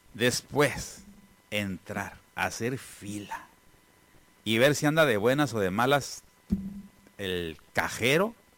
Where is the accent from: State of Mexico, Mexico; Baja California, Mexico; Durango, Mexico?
Baja California, Mexico; porque somos de Baja California